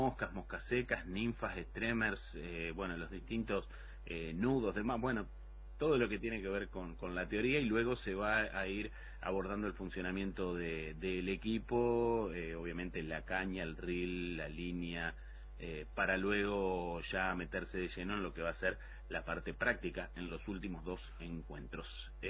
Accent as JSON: {"language": "Spanish", "region": "Entre Ríos", "country": "Argentina", "said": "No, muy poco. No, y eso que vengo de Entre Ríos."}